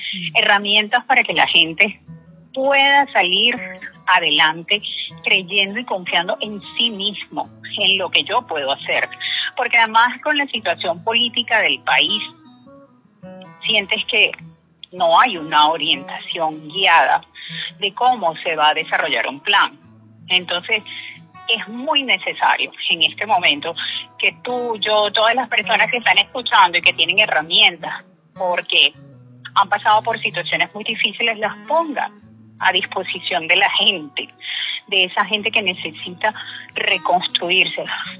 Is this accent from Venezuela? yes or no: yes; Venezuela; nos desaniman como venezolanos